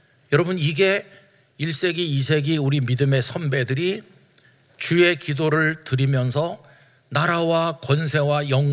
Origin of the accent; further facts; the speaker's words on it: South Korea; 지금 우리는 대한민국이라는 나라 그 국민으로 살고 있습니다.